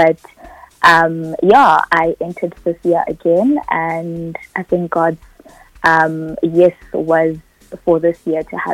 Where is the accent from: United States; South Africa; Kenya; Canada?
South Africa; Tembisa, Gauteng; I think the passion started when I was staying in Tembisa. I was born in Tembisa, and I grew up in Tembisa for quite a few years. And due to some unforeseen circumstances, I had to move in with my aunt and uncle in the suburbs